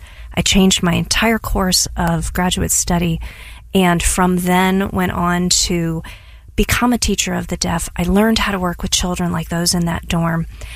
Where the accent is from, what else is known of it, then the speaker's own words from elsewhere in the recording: Ballwin, Missouri, United States; but I grew up in Baldwin, so a bunch of my West County friends and I used to make the trek down south every single day.